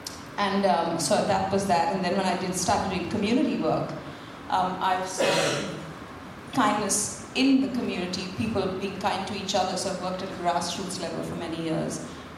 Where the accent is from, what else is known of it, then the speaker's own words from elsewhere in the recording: India; moved away; And so when I was in India and grew up in this beautiful community